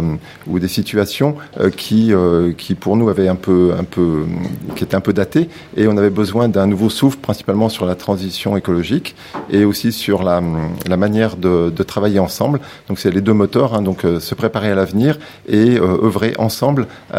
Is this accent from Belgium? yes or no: no; France; ma commune, là où je vis, là où j'ai grandi.